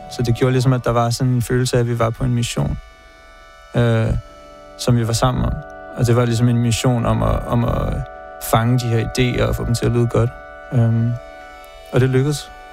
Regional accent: Copenhagen, Capital Region of Denmark, Denmark; Jeg kommer fra København.

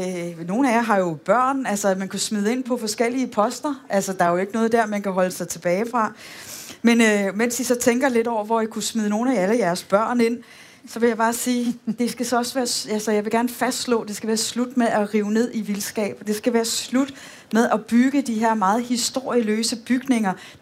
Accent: Aarhus, Central Denmark Region, Denmark; Som sagt, jeg er jo aarhusianer, når jeg kommer tilbage til min gamle hjemby og ser, hvad der er skudt op.

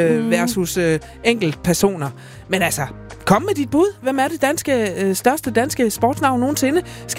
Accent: Skive, Central Denmark Region, Denmark; jeg er jo selv fra Skive.

